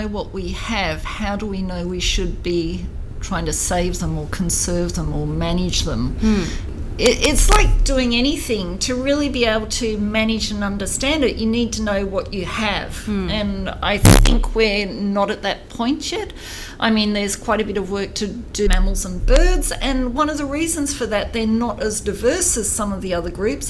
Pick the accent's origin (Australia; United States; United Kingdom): Australia; Tasmania; I think growing up in Tasmania, I think Rodney Croom down in Tasmania, he's an inspiration down there.